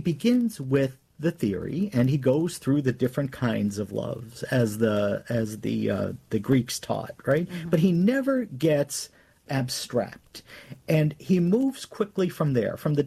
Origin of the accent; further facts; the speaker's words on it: United States; Well, I'm an American